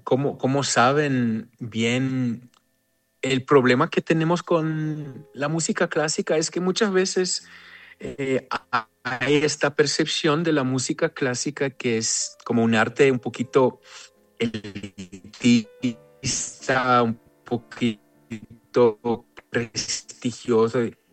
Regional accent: Israel; soy israelí.

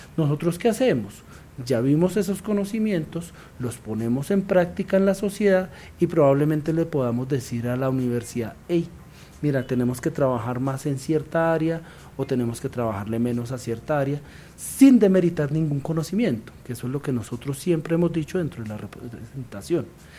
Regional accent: Bogotá, Colombia; estamos haciendo un sacrificio como bogotanos, como colombianos

